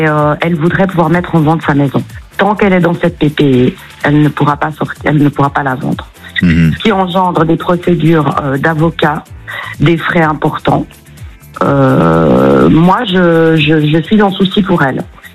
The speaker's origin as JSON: {"language": "French", "country": "Switzerland", "moved": "yes", "lives_now": "France", "said": "Je viens de Suisse, moi, donc j'ai quitté la Suisse pour m'installer dans le Gers il y a environ maintenant 7 ans."}